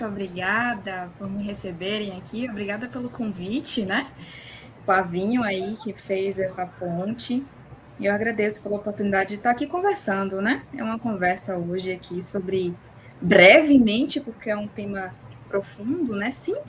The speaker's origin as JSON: {"language": "Portuguese", "region": "Bahia", "country": "Brazil", "also_born_or_lived": "Salvador", "said": "sou baiana. Atualmente, nesse exato momento, estou em São Gonçalo dos Campos, que é aqui pertinho de Feira."}